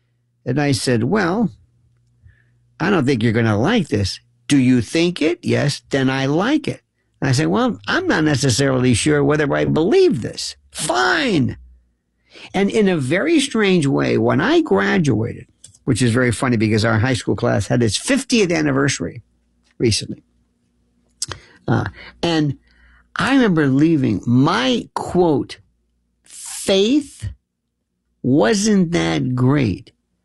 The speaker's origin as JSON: {"language": "English", "town": "Tampa", "region": "Florida", "country": "United States", "tie": "born or raised there", "said": "I lived growing up in Tampa, or Tampa, as you would say, which is the home of MacDill Air Force Base."}